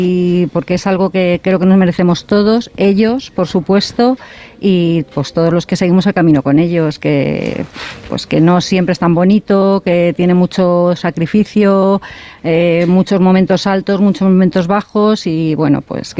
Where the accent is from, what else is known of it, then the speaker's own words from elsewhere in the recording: Oviedo, Asturias, Spain; No, yo soy de Oviedo.